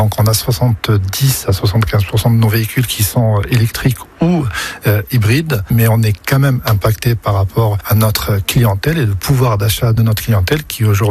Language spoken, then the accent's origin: French; Bordeaux, Nouvelle-Aquitaine, France; born there; J'ai 46 ans et ça fait maintenant 36 ans que je suis à Bordeaux.